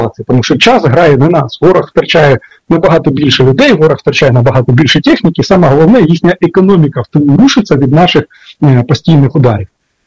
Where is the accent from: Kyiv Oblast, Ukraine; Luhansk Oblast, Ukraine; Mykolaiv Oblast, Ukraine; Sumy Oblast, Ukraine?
Sumy Oblast, Ukraine; Sumy; Моє рідне місто Суми